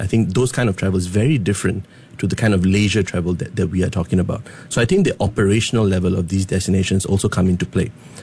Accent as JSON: {"language": "English", "country": "Singapore", "said": "I think as a Singaporean, it's slightly concerning"}